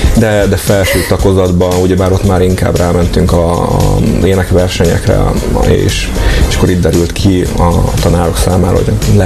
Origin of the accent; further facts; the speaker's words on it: Mikepércs, Hajdú-Bihar, Hungary; born or raised there; also born or lived in Debrecen